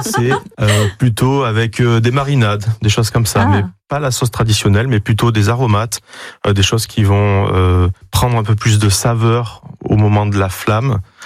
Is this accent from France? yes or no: yes; Auvergne-Rhône-Alpes, France; now in Bordeaux, France; moi, je viens d'Ardèche à la base, ouais. je suis arrivé sur Bordeaux il y a une vingtaine d'années